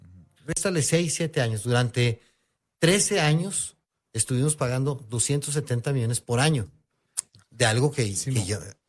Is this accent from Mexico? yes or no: yes; Ciudad Juárez, Chihuahua, Mexico; born there; Yo nací en Juárez hace 57 años. Mis padres, mi papá nació en Santa Bárbara, Chihuahua. Mi mamá nació en Juárez.